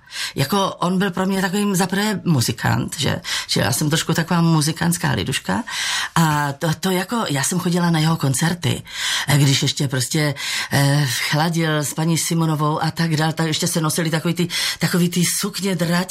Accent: Brno, South Moravian Region, Czechia; born there; že já jsem se narodila v roce 45, to je úžasný, protože já jsem na to pyšná, maminka byla statečná, narodila jsem se v posteli v Brně

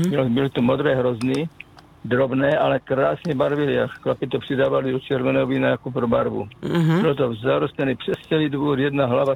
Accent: Kyjov, South Moravian Region, Czechia; born there; Je to Moravské Slovácko, mikroregion Bzenec. Narodil jsem se v Kyjově.

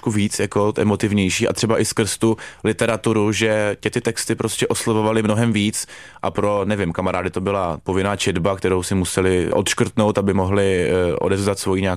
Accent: Ostrava, Moravian-Silesian Region, Czechia; Jsem z Ostravy a moje maminka právě jako vždycky tomu tak říkala pajdák

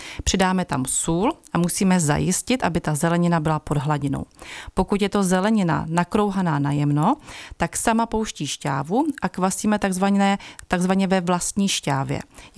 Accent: Bohemia, Czechia; A my u nás v Čechách, já třeba vyrábím, já tomu říkám tradiční knínické kimchi

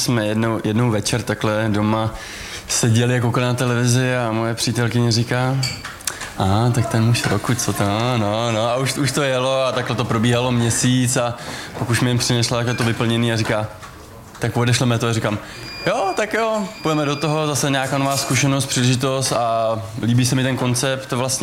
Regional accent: Hradec Králové, Hradec Králové Region, Czechia; Z Hradce Králové.

